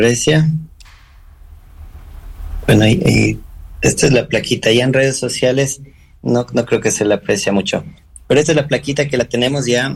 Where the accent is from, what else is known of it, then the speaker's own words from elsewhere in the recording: Salcedo, Cotopaxi, Ecuador; yo soy de Salcedo, siempre he corrido, siempre he hecho todo por Salcedo.